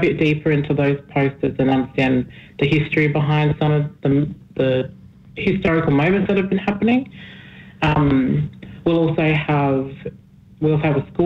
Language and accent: English; Port Augusta, South Australia, Australia; also born or lived in Riverland; now in Adelaide, Australia; So I'm Adimatna from the Flinders Ranges and Ngarrindjeri down on the Coorong. And I grew up in Port Augusta and a little bit in the Riverland when I was a bit younger, but now I live on Kaurna country in Adelaide.